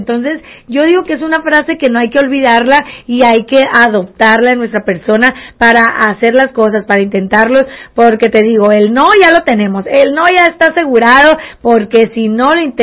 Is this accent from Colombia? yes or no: no; Mexico; somos mexicanos, hay que apoyar.